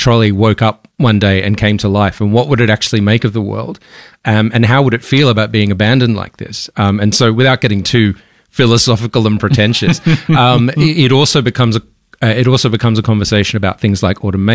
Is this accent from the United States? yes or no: no; Australia; Also, we're Australian indie developers.